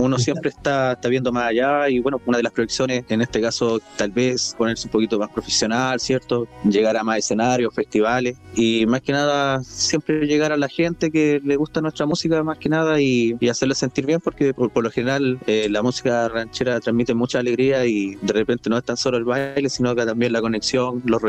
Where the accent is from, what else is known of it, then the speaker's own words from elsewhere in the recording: Quepe, Araucanía, Chile; Bueno, nosotros somos de Pueblo de Quepe, a 10 minutos en vehículo desde la ciudad de Temuco al sur, en la comuna de Fe.